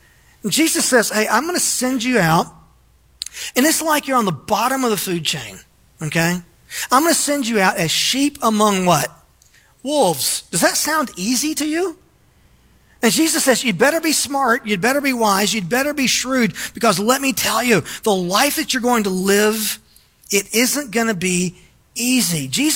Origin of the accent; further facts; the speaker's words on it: Florida, United States; We're from Florida.